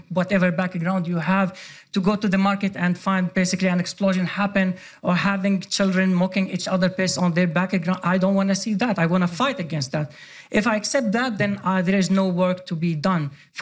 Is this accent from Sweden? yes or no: yes; Sweden; born or raised there